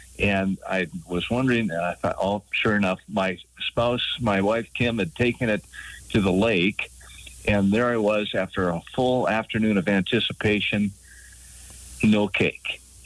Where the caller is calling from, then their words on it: Fargo, North Dakota, United States; up in Fargo, North Dakota. Frosty Fargo.